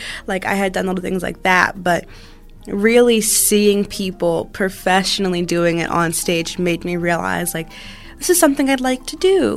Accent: Virginia, United States; born or raised there

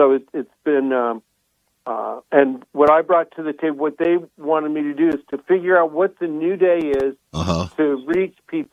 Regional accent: California, United States; I'm from Southern California.

